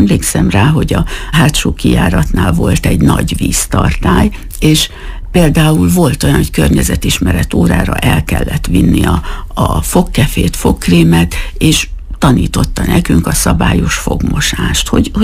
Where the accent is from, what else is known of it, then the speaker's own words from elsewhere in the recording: Miskolc, Borsod-Abaúj-Zemplén, Hungary; Miskolcon mi magunk szintén falusi életet éltünk, mert Szirmán laktunk, úgyhogy én ilyen hűséges típus vagyok, mert Szirmán nőttem föl, a szirmai általános iskolába jártam 8 évig